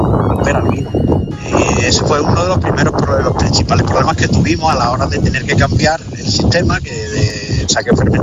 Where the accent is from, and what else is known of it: Coria del Río, Andalusia, Spain